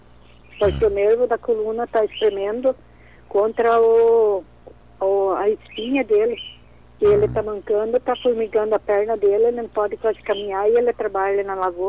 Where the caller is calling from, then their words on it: Mafra, Santa Catarina, Brazil; De Mafra, Santa Catarina.